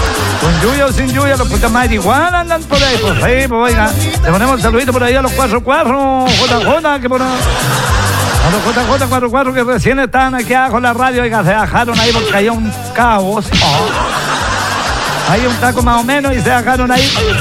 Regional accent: Chile; somos pocos los chilenos que vamos quedando por parientes. Somos pocos los que vamos quedando con el hablamiento original, gallo, con el de verdad

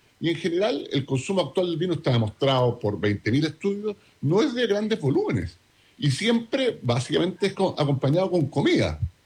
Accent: Chile; Somos grandes en la industria del vino, y cada botella de vino, somos grandes embajadores de Chile en todo el mundo

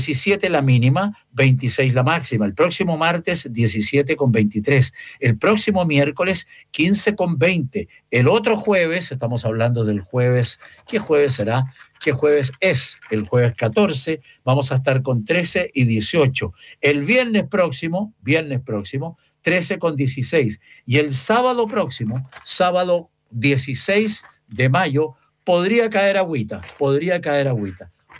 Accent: Portezuelo, Ñuble, Chile; en el campo donde yo nací y donde viví, en Portezuelo

